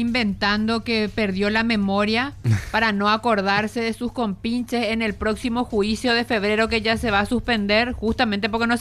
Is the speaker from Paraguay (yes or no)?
yes; Paraguay; Y así somos los paraguayos.